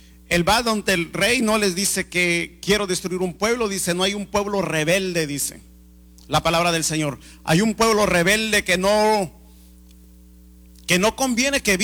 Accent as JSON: {"language": "Spanish", "country": "Mexico", "moved": "yes", "said": "yo que vengo de México"}